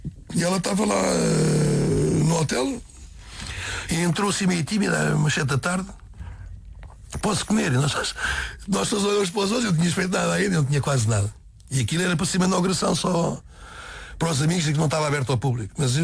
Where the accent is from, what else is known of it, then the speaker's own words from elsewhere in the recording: Portugal; Eu sou português, sou europeu. E se decidir ir para lá, tenho que aceitar muita coisa, porque é a cultura deles.